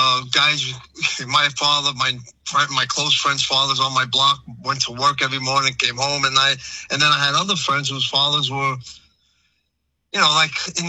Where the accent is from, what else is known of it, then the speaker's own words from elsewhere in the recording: Brooklyn, New York, United States; So my neighborhood was a mixed neighborhood of Italians, Italian, Jewish, Irish, some Spanish.